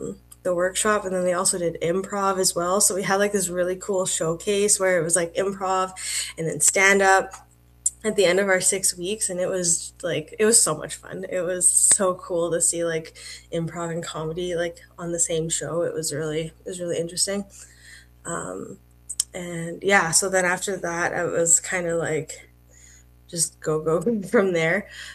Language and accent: English; Red Deer, Alberta, Canada; So where I'm from originally and where I started comedy are two different places, but they actually link up eventually. So I grew up around Red Deer.